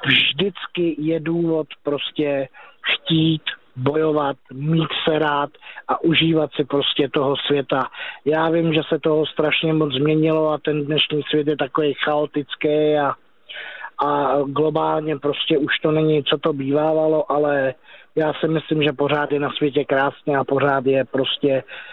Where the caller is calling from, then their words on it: Teplice, Ústí nad Labem Region, Czechia; se vracím z Prahy domů, já jsem z Teplic